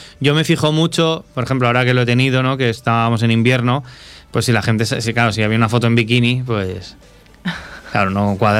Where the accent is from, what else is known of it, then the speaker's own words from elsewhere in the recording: Esplugues de Llobregat, Catalonia, Spain; Y la chica era de Santa Coloma de Gramanet y me dice, ¿tú de dónde eres? Digo, de Esplugas.